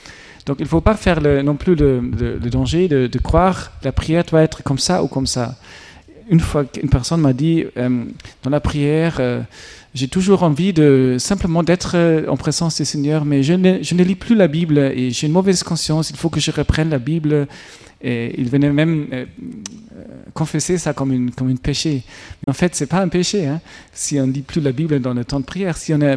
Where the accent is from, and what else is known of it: Germany; accent: German; French is a second language